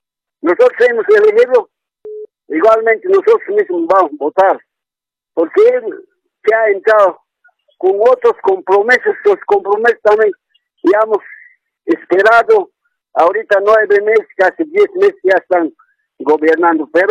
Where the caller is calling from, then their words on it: Totora, Bolivia; yo estoy opinando de Totola.